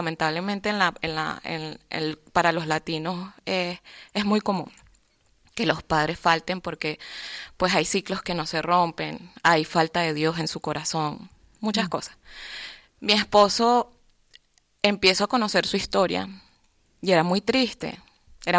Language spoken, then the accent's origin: Spanish; Venezuela; moved away as an adult; now in Spain; vengo de Venezuela. Desde el 2019 estoy aquí en España.